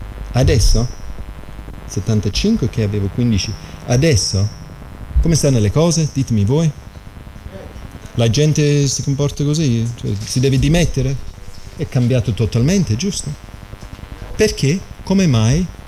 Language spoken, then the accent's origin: Italian; Scotland, United Kingdom; Italian is a second language; moved away as an adult; now in Italy; io sono scozzese